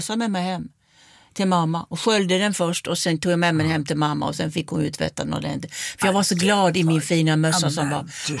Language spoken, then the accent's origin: Swedish; Kristianstad, Skåne, Sweden; moved away; jag började när jag var 6 hemma i Kristianstad.